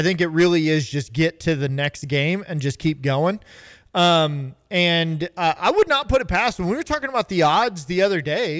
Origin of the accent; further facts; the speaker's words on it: Champaign, Illinois, United States; I grew up on Mattis Avenue in Champaign.